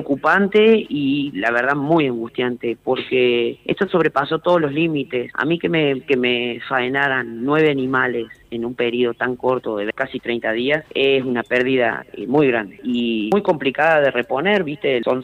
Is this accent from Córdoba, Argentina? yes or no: yes; Córdoba, Argentina; moved away; nosotros no somos de acá, nosotros somos de Córdoba.